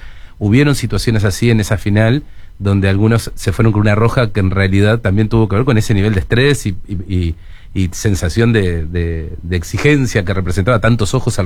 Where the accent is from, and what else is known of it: Uruguay